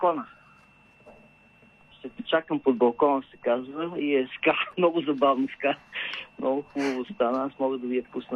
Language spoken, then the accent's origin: Bulgarian; Stara Zagora, Stara Zagora Province, Bulgaria; Ами, много обичам Стара Загора. Това е родния ми град.